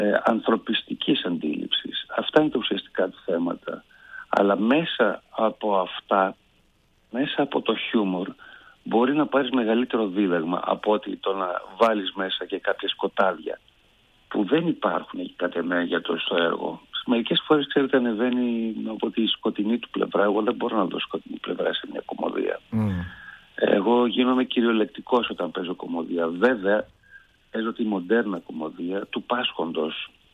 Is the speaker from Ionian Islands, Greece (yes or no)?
no; Thessaloniki, Central Macedonia, Greece; επειδή είμαι Θεσσαλονικιός, εγώ προσωπικά όταν παίζω στην πόλη μου, στον τόπο που γεννήθηκα